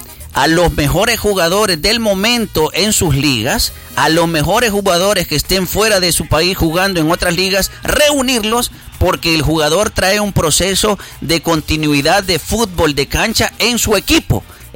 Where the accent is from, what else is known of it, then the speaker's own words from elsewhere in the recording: El Salvador; soy salvadoreño, apoyo a la selecta